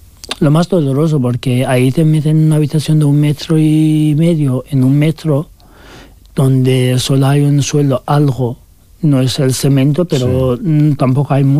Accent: Turkey; Spanish is a second language; moved away as an adult; now in Spain; soy turco y podía pasar más fácil que los otros muchos, pero de igual forma molestaban mucho y querían deportarme a Irán.

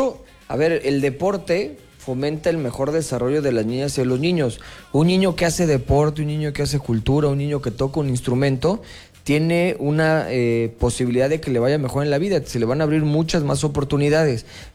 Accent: Querétaro, Mexico; de todos los que somos ciudadanos queretanos

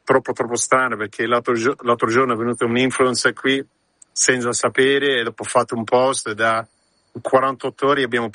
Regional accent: Calabria, Italy; Sono calabrese

